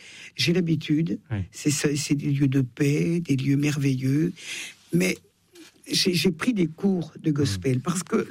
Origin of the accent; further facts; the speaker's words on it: Auvergne-Rhône-Alpes, France; Je suis plus savoyarde que française d'ailleurs. D'ailleurs, les Savoyards, on est français depuis 150 ans.